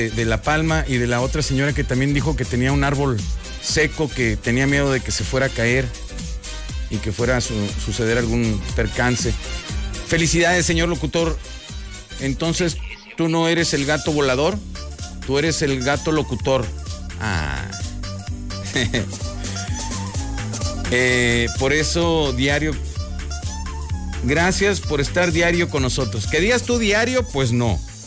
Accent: Mexico; soy más mexicano que...

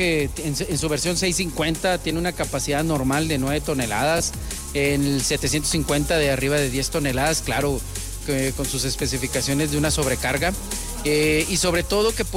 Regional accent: Colombia; Entonces yo creo que va a ser algo tranquilo, como todo colombiano.

